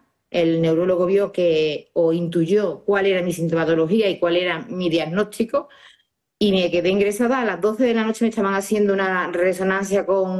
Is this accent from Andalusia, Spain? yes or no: yes; Baena, Andalusia, Spain; Pues en Andalucía, yo soy de Córdoba, Baena, un pueblo de Córdoba